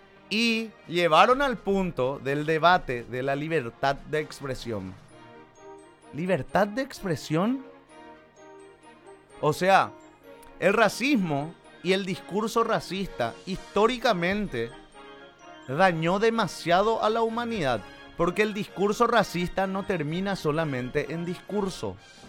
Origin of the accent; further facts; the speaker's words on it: Paraguay; no soy paraguayo